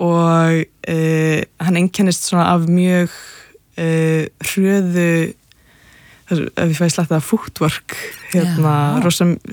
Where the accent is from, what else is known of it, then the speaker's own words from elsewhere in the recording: Capital Region, Iceland; Nei, ég er ættu að vestan. Ég úlst upp bara hérna bara á höfburgarsveðinu, sko.